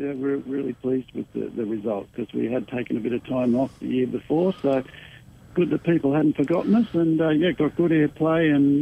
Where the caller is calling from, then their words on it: New South Wales, Australia; I'm actually calling in from the Hunter Valley this morning.